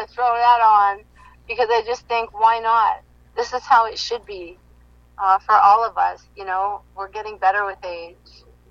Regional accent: Canada; also born or lived in India; I was born in India. I'm a Canadian, birth abroad.

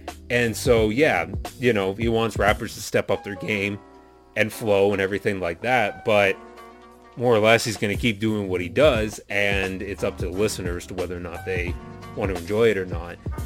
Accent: Canada; as a Canadian white boy

